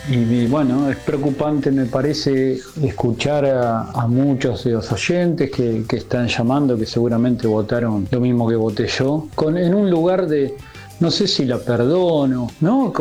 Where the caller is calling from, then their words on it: Quilmes, Buenos Aires Province, Argentina; de Quilmes.